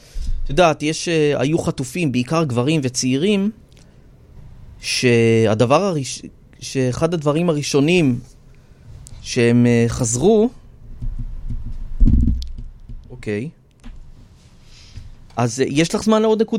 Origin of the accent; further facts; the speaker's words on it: Rishon LeZion, Central District, Israel; born there; אני אוהד את הקבוצה של העיר שנולדתי בה, שזה עירוני ראשון.